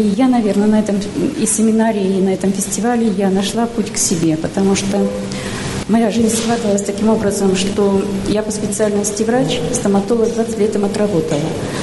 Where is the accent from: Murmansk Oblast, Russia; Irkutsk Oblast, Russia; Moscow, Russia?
Irkutsk Oblast, Russia; Irkutsk; я из Иркутска.